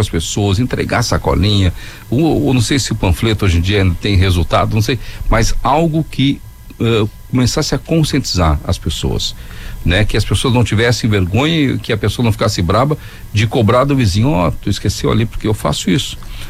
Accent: Cidreira, Rio Grande do Sul, Brazil; região que eu vou muitas vezes, me criei em Cidreira, né?

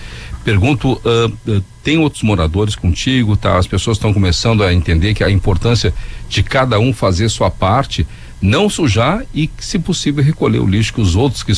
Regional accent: Cidreira, Rio Grande do Sul, Brazil; região que eu vou muitas vezes, me criei em Cidreira, né?

